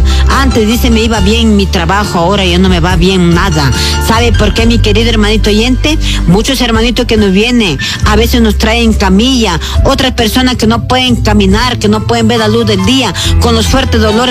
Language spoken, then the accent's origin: Spanish; Huancabamba, Piura, Peru; now in Cajamarca, Peru; Nosotros somos maestros norteños que venimos de la cuna del curanderismo llamado Huancabamba. Desde Huancabamba estamos acá en Cajamarca